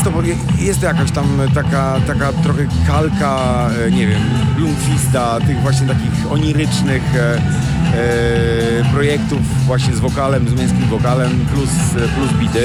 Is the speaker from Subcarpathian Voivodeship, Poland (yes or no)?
no; Warsaw, Masovian Voivodeship, Poland; ja jestem warszawiakiem. Przyjechałem tutaj z Warszawy